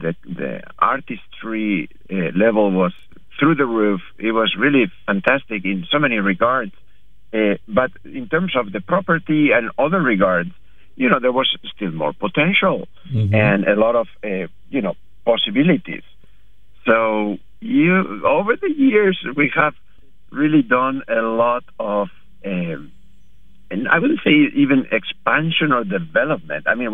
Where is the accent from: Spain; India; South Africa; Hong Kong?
Spain; Leioa, Basque Country; moved away as an adult; also born or lived in Bilbao; now in United States; I was born in Bilbao, I should say, in the north of Spain.